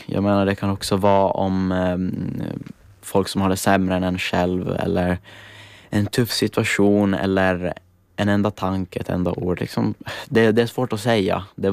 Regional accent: Italy; Swedish is a second language; åtminstone på italienska där jag kommer ifrån

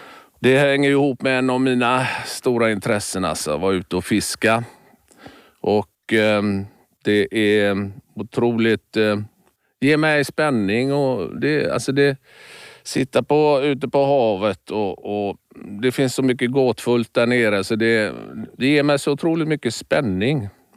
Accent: Västra Götaland County, Sweden; moved away; Fjordar har vi i Bohuslän där jag växte upp.

